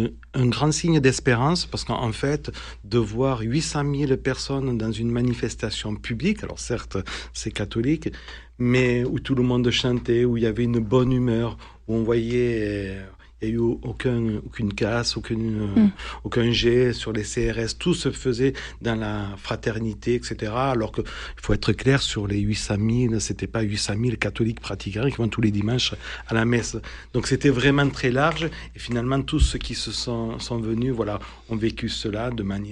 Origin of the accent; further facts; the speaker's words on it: Marseille, Provence-Alpes-Côte d'Azur, France; en tant que bon Marseillais